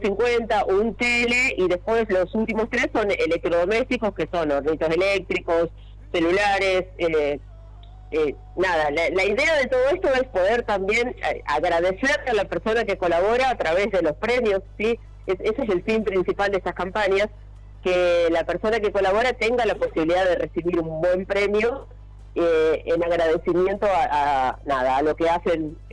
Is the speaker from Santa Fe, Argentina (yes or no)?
no; Lincoln, Buenos Aires Province, Argentina; yo soy de Lincoln